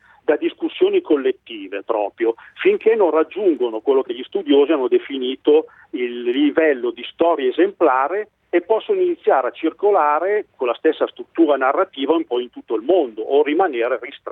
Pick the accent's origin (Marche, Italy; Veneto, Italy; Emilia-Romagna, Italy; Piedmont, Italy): Piedmont, Italy; Alessandria; io sono di Alessandria, no? Quindi un paese del Monferrato